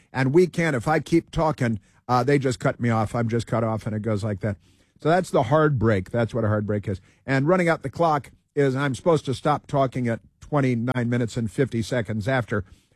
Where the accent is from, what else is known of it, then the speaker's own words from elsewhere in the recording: Chicago, Illinois, United States; Oh, of course, I recall, yeah, growing up in Chicago and CTA